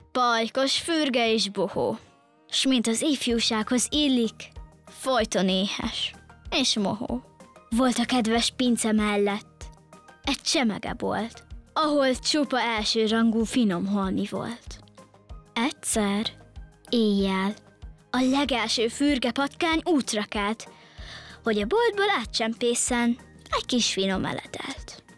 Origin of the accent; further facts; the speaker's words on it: Karcag, Jász-Nagykun-Szolnok, Hungary; Sziasztok … 12 éves és Karszagról jöttem.